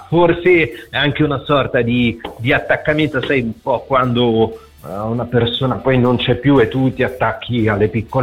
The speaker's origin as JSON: {"language": "Italian", "town": "Genoa", "region": "Liguria", "country": "Italy", "said": "sai, sono di Genova, noi siamo un po' più distaccati, diciamo così."}